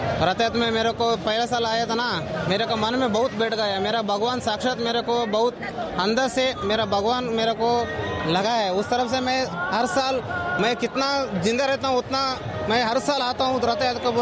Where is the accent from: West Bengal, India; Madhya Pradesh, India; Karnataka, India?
Karnataka, India; हम कर्नाटक से आए